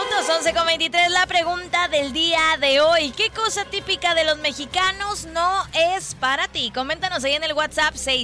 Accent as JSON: {"language": "Spanish", "country": "Mexico", "said": "sí, claro, somos mexicanos y recuerda siempre que eres mexicano."}